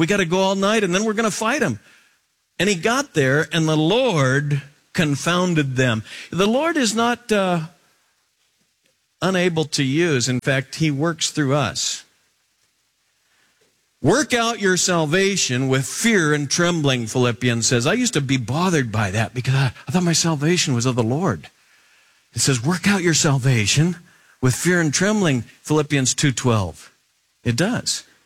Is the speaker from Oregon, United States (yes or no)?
yes; Willamette Valley, Oregon, United States; I grew up in the Willamette Valley, and my mom and dad both got pushed out of the Midwest by the Great Depression.